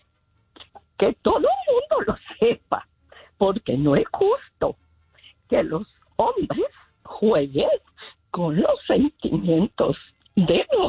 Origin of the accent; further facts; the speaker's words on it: Sinaloa, Mexico; now in Los Angeles, United States; Yo soy sinaloense.